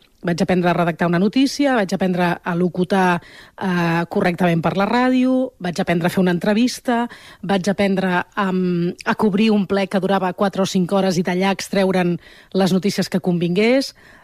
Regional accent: Barcelona, Catalonia, Spain; jo sóc de Barcelona

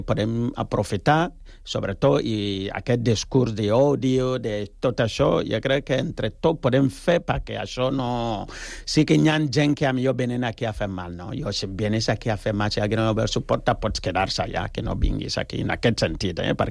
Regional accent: Ghana; Catalan is a second language; now in Spain; perquè jo soc de Ghana, tu imagina que jo vinc aquí amb un taparrabo o una aliança, això no és així. Llavors, clar, jo si vinc a Catalunya, com mínim, aprendre la llengua catalana

